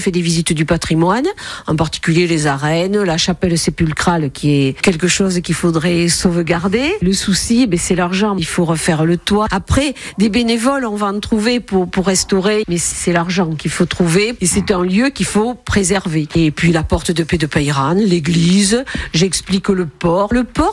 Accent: Brassempouy, Nouvelle-Aquitaine, France; born there; now in Mugron, France; Alors moi … je suis à Mugron depuis 50 ans, je suis née à Brassainpouille et j'ai été commerciale pendant 40 ans.

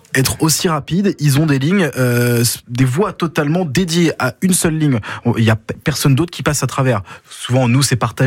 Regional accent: France; Chez nous en France, on a aussi nos extrêmes, bien sûr.

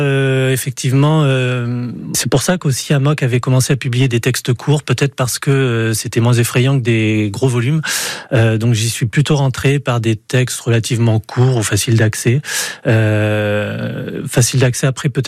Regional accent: Royan, Nouvelle-Aquitaine, France; also born or lived in Grenoble; je suis né du côté de Grenoble, donc à côté des montagnes, mais je suis arrivé à Royan 2 mois.

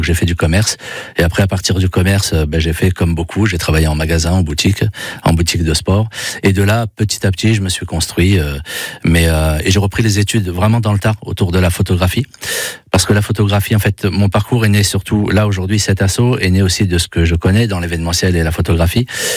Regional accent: Île-de-France, France; now in Alès, France; dans le 93, là où j'ai grandi.

